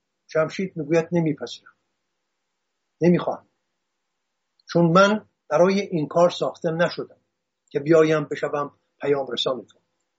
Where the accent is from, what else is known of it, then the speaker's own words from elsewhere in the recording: Hamadan, Iran; born there; شاهنشاه داریوش بزرگ در سنگ نبشتهی که در گنجنامه همدان زادگاه من برای ما به یادگار گذاشت